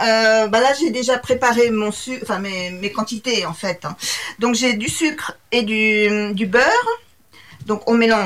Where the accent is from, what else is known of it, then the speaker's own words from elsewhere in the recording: Nouvelle-Aquitaine, France; chez nous, dans le Poitou, on dit que l'amitié ne se coupe pas.